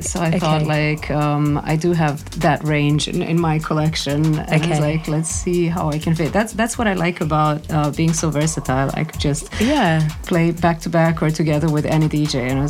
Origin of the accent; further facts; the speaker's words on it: Belgrade, Serbia; now in Berlin, Germany; I never gave up on my home city.